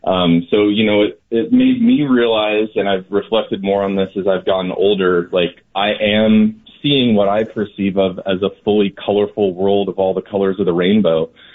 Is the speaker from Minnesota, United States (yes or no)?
no; Sacramento, California, United States; now in Oakland, United States; I grew up in Sacramento